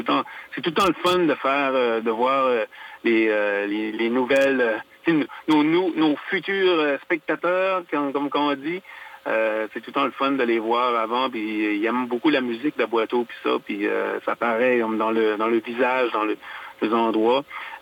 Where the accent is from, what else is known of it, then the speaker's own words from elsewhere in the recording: Acadia, Canada; on est acadien, mais on a beaucoup d'influence anglaise aussi.